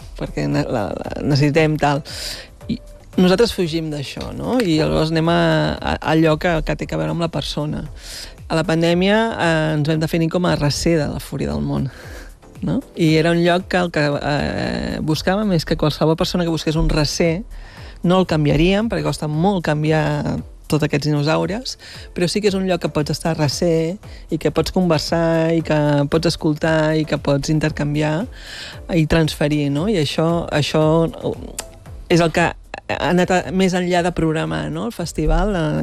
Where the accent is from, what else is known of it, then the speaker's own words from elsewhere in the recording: Barcelona, Catalonia, Spain; now in Empordà, Spain; jo sóc de Barcelona, visc a l'Empordà, des de que sóc director del festival